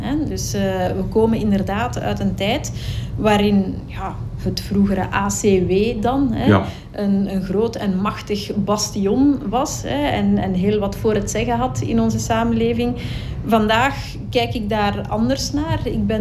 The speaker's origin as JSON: {"language": "Dutch", "country": "India", "lives_now": "Belgium", "said": "We zijn niet biologische broers en zussen, maar, want we komen uit verschillende streken van India. Maar ja, als je samen opgroeit, dan ben je natuurlijk gewoon broer en zus."}